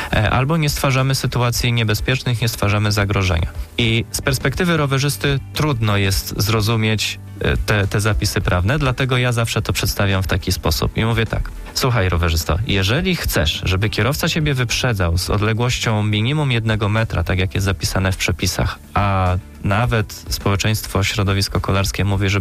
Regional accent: Gdańsk, Pomeranian Voivodeship, Poland; u nas w Gdańsku

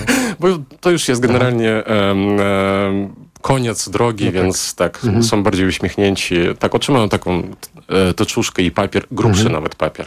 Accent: Belarus; now in Poland

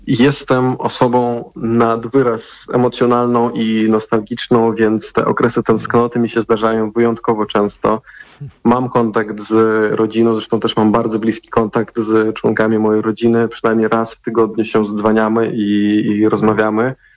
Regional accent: Belarus; now in Tricity, Poland

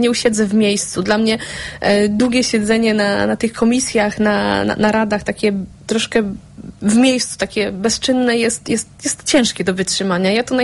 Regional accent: Kalisz, Greater Poland Voivodeship, Poland; u nas w Kaliszu

